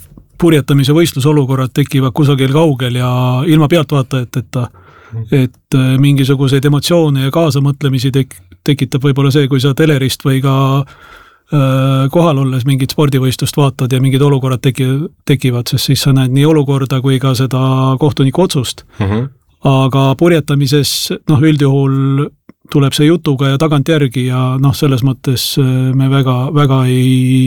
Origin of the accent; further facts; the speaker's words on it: Tallinn, Harju County, Estonia; mina olen ka tegelikult Tallinnast.